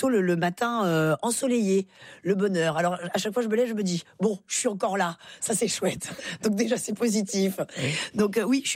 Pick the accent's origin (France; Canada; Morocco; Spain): France; Occitanie; Oui, il faut dire que je viens des Cévennes.